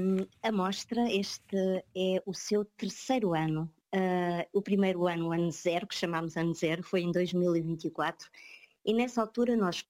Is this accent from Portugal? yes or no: yes; Abrantes, Centro, Portugal; born there; eu nasci em Abrantes, o meu avô era o barqueiro da Água das Casas